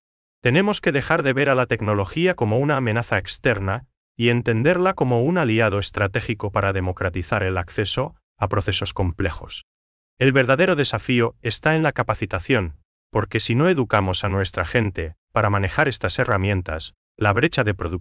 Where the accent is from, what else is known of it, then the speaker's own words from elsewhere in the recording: Paraguay; ese calorcito humano que nos distingue como paraguayos. Si logramos integrar sistemas que entiendan nuestros modismos y el guaraní